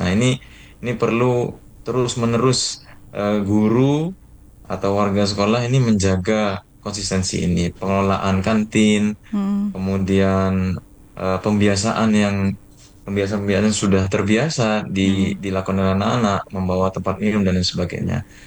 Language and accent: Indonesian; Jember, East Java, Indonesia; Ya, saya dibesarkan di kota Jember. Saya bersekolah sejak kecil sampai tingkat universitas juga saya berada di Jember